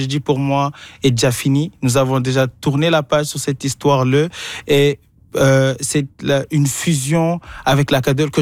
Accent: Paris, Île-de-France, France; Il faut savoir que moi, je viens de Paris. Fait comme à ce moment, j'étais à Paris en train de profiter du ciel gris de Paris.

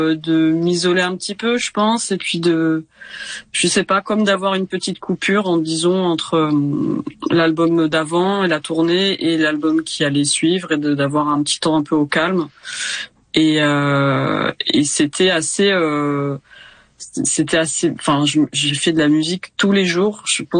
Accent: Ramatuelle, Provence-Alpes-Côte d'Azur, France; moved away; j'ai un lien assez fort avec Ramatuelle, donc là où j'ai grandi

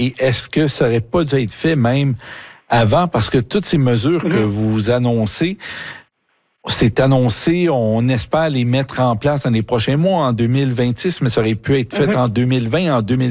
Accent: Ontario, Canada; Chez nous, en Ontario

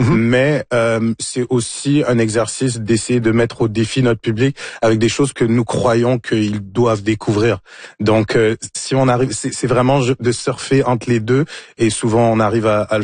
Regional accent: Montreal, Quebec, Canada; Moi, j'ai grandi à Montréal, je suis né à Montréal

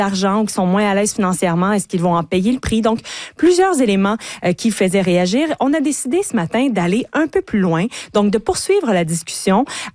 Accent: Quebec, Canada; ou encore le gaspillage qu'on fait, notamment chez nous au Québec?

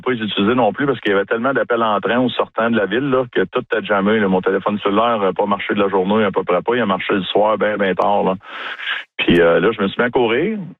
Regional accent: Sainte-Anne-de-la-Pérade, Quebec, Canada; moi, je viens de Saint-Anne-de-la-Pérade, un petit village. On est 1500 personnes dans le village.

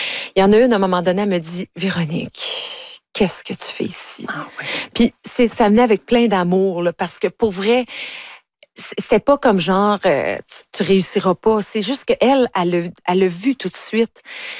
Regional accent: Ontario, Canada; parce que moi, je viens de l'Ontario.

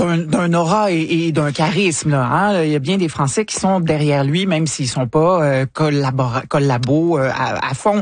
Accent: Canada; chez nous au Canada, au Canada français peut-être plus particulièrement.

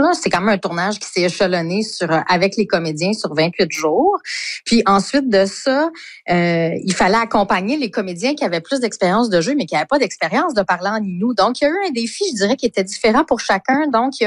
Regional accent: Quebec, Canada; Quand on vient de Matimekouche, ben, c'est différent de moi, par exemple, qui appartient à la nation Abénakis.

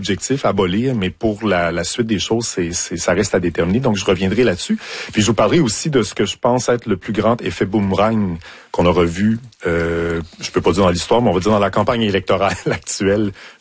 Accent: Quebec City, Quebec, Canada; je viens de Québec

